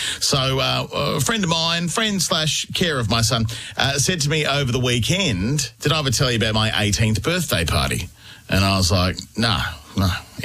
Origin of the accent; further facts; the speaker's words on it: Narre Warren, Victoria, Australia; Very big for me because it was in my hometown. I lived in Narre Warren at the time.